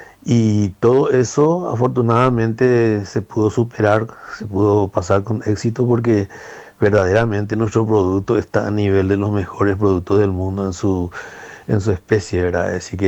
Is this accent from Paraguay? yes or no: yes; Paraguay; así que como paraguayo me siento realizado